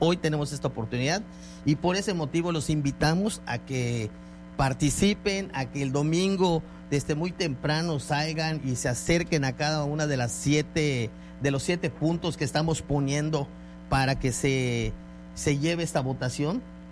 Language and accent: Spanish; Cozumel, Quintana Roo, Mexico; todos los cozumeleños que somos derechohabientes del Seguro Social